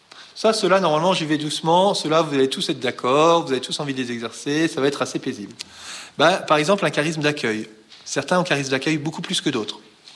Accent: Brittany, France; Et puis moi, je suis breton, donc je dirais, ben moi, je vois le cidre

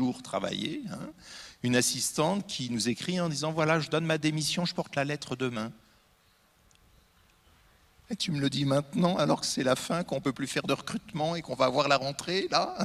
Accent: Normandy, France; je suis normand, hein. Un pommier, je le connais.

